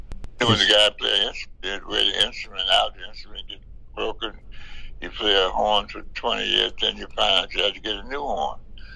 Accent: South Carolina, United States; now in Pittsburgh, United States; First I came from South Carolina. I'm at the Pittsburgh.

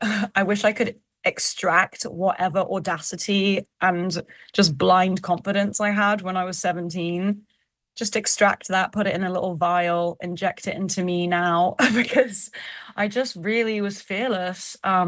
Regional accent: London, United Kingdom; Oh, I grew up in London as well.

